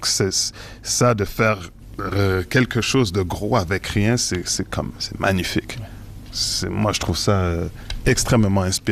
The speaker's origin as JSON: {"language": "French", "region": "Quebec", "country": "Canada", "tie": "born there", "first_language": "Haitian Creole", "second_language": "French"}